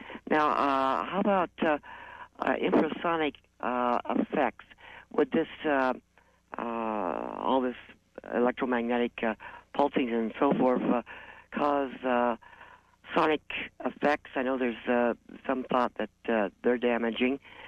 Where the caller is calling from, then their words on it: Sunland, California, United States; I'm calling from Sunland, California.